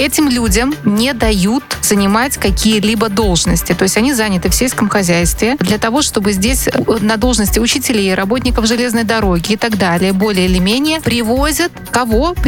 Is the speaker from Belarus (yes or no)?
yes; Belarus; Ну, мы бы не знали, что мы белорусы вообще в принципе.